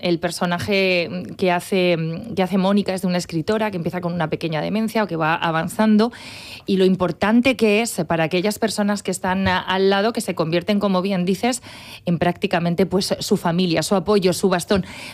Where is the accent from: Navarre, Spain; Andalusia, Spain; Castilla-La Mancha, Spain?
Castilla-La Mancha, Spain; Hellín; es que es mi pueblo, no sé si os lo he dicho, Egin